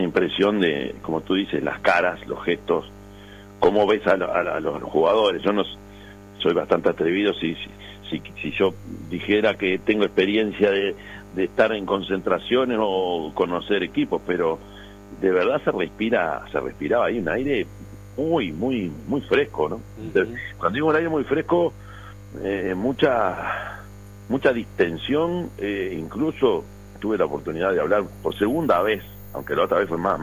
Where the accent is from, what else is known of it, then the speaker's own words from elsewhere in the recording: Uruguay; A nosotros nos llevó muchos años como uruguayos tomarle el gusto